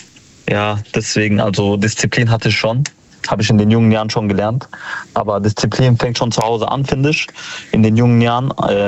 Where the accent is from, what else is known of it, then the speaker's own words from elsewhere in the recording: Mannheim, Baden-Württemberg, Germany; Also, ich komme aus Mannheim. Das kann ich schon mal sagen.